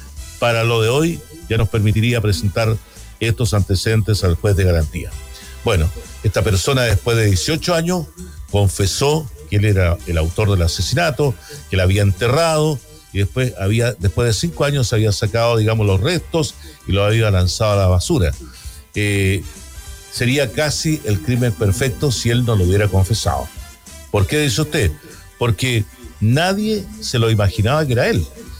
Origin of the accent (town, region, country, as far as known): Chile